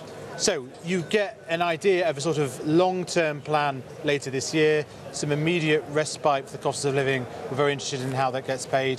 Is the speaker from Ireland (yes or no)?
no; North West England, United Kingdom; I'm from Lancashire